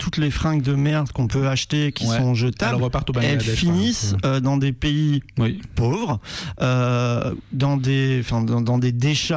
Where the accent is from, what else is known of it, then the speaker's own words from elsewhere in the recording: Grand Est, France; parce que je viens de l'Est, d'Alsace